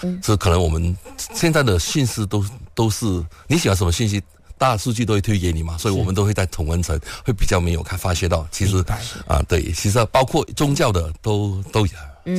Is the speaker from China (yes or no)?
no; Malaysia; 切我们马来西亚当下的文化，因为我们其实不是要求我们每一个青年都有拥有一样的文化、一样的思想，因为我们都来自不同的背景嘛